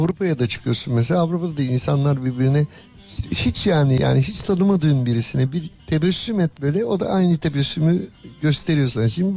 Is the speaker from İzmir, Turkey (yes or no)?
yes; Izmir, İzmir, Turkey; born there; ben çocukluğumu hatırlıyorum. Babam Karşıyaka'da, anne baba hep beraber yürüyüşe çıkardık Karşıyaka'yı, Yalı'da böyle.